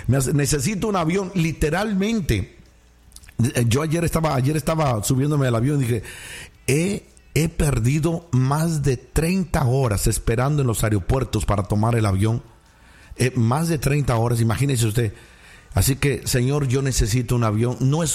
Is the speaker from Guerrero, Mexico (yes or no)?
yes; Peña Colorada, Guerrero, Mexico; No, yo soy de la Peña Colorada, ya cerquita de Telolinga, un ladito de ahí de ¿cómo se llama? De Yetla. Yo soy de allá